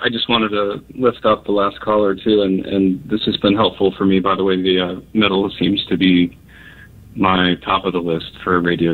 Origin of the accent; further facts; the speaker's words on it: Utah, United States; moved away; I was in Utah recently. I'm from Utah. In fact, the reason I moved out was largely because of pollution inversion patterns